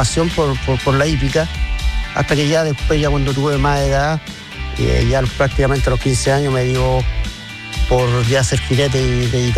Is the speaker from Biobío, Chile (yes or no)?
yes; Concepción, Biobío, Chile; born there; Sí, nacimos en Concepción, prácticamente casi al lado del Cluípico.